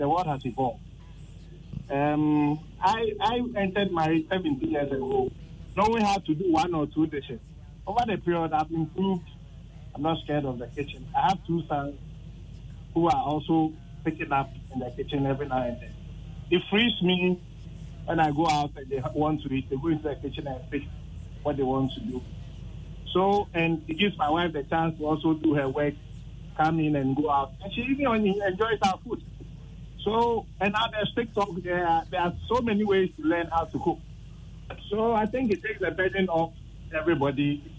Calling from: Lashibi, Greater Accra, Ghana; Calling from Lashibi.

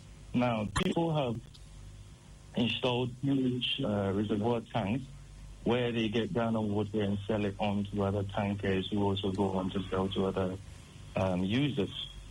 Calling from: Tema, Greater Accra, Ghana; Good morning. I'm calling from Tema County 25.

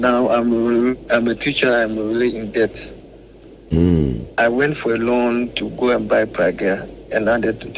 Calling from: Kote, Ghana; I'm calling from Kote.

